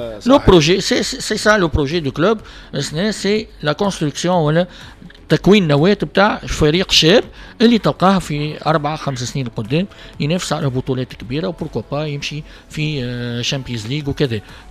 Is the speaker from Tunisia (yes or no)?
yes; Tunisia; كتونسي ونادي رياضي الصفاقسي